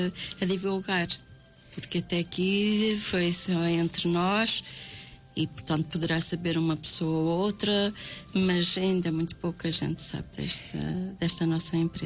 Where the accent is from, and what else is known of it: Paços de Ferreira, Norte, Portugal